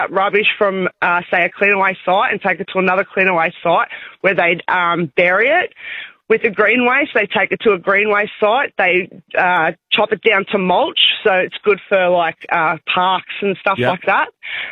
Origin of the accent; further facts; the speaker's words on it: Werribee, Victoria, Australia; I'm from Werribee, and we've got three bins.